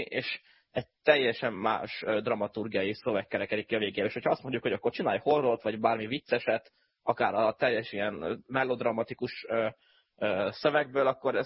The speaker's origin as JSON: {"language": "Hungarian", "region": "Tolna", "country": "Hungary", "moved": "yes", "said": "de akár mint közel szekszárdiként, vagy szekszárdhoz közel ilyen élő emberként"}